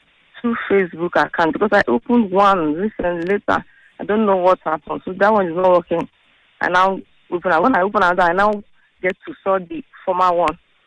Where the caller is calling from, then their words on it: Enugu State, Nigeria; I'm from Enugu State. Yeah, I'm from Enugu State.